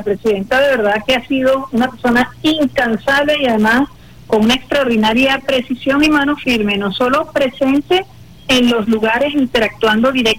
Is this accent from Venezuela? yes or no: yes; Venezuela; Como patriotas venezolanos y venezolanas que somos.